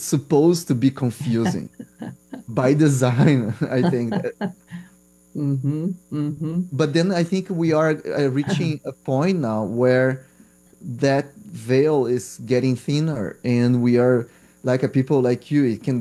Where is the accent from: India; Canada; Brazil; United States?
Brazil; because I'm from Brazil, and Brazil medical school is undergrad